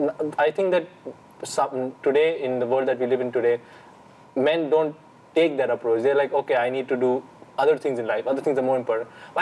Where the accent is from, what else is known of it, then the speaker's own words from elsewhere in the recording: Kolkata, West Bengal, India; moved away; I'm from Calcutta, from where Mother Teresa is, and I grew up there my whole life, but my family comes from North India, Northeast India, that is the hilly part of India.